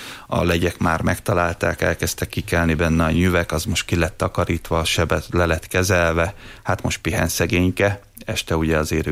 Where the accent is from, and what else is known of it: Miskolc, Borsod-Abaúj-Zemplén, Hungary; born or raised there